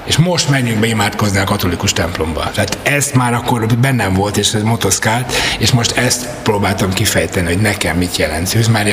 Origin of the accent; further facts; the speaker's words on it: Makó, Csongrád-Csanád, Hungary; moved away as an adult; now in Budapest, Hungary; Amikor ide költöztem 1999-ben, édesanyám följött Makóról, mert én makói vagyok